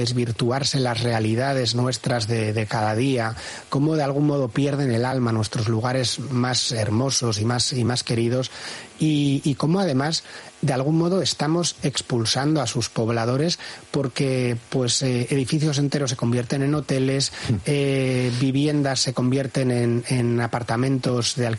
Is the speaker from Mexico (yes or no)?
no; San Sebastián, Basque Country, Spain; Yo soy de Donosti, yo vivo en Donosti.